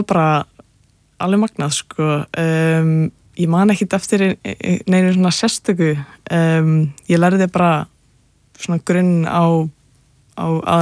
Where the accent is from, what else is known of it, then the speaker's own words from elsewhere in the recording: Capital Region, Iceland; Nei, ég er ættu að vestan ég úlst upp bara hérna bara á höfburgarsveðinu sko.